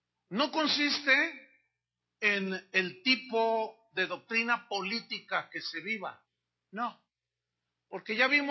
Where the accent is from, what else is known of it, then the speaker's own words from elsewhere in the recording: Mexico; Yo cuando viajo a distintos países, ¿de dónde eres? Soy mexicano.